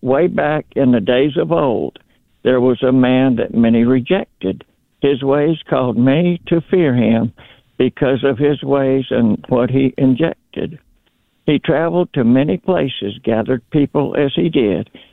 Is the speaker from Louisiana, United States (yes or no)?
yes; New Orleans, Louisiana, United States; born or raised there; also born or lived in Mississippi; now in Tennessee, United States